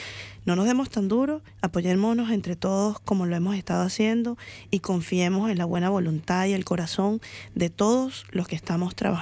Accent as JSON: {"language": "Spanish", "country": "Venezuela", "moved": "yes", "lives_now": "Melbourne, Australia"}